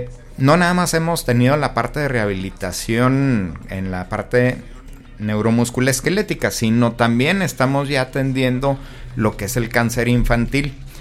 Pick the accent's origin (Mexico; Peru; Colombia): Mexico; es una responsabilidad muy muy grande que tenemos como claro, mexicanos